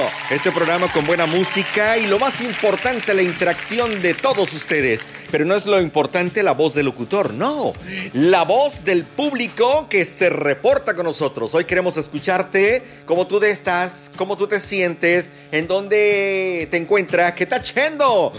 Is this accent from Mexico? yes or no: yes; Mexico; somos mexicanos. Para empezar, que vivimos en este lugar bendito llamado, ¿cómo se llama? Ciudad del Carmen, Campeche, México.